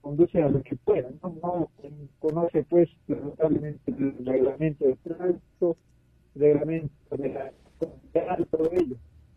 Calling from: Juliaca, Puno, Peru; desde Juliaca

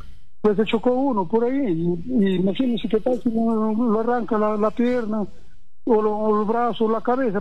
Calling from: Celendín province, Cajamarca, Peru; Fraile Cocha, desde José Galvez, provincia de Selendín.

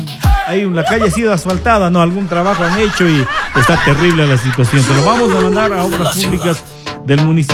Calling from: Cuenca, Azuay, Ecuador; Soy un morador de la Ciudadela Los Trigales.

